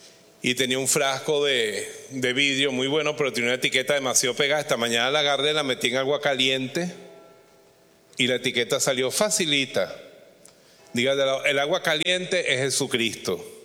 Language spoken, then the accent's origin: Spanish; Bejuma, Carabobo, Venezuela; moved away; yo estuve en Navidad en Bejuma, en mi pueblo